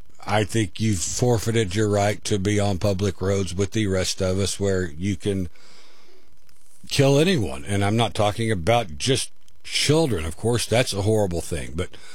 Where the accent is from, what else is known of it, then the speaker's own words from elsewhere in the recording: Norman, Oklahoma, United States; growing up in Norman, I think they had like 5 cabs.